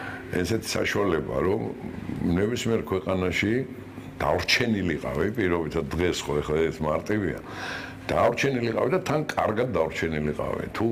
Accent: Tbilisi, Georgia; მე დავიბადე აქ ლეხანოზე და გავიზარდე აქვე. სკოლა იყო ორი სახლის შემდეგ.

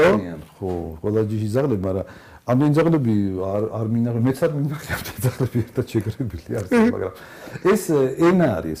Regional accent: Tbilisi, Georgia; ჩემთვის ქალაქზე მეტი რა თქმა უნდა ეს ფელი სამყარო არის სადაც მე გავიზარდე

